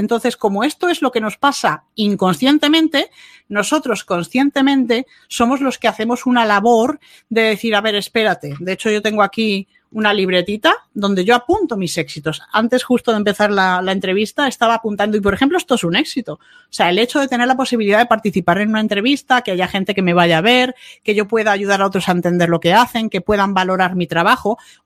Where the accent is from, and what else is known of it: Málaga, Andalusia, Spain; born or raised there; also born or lived in Bilbao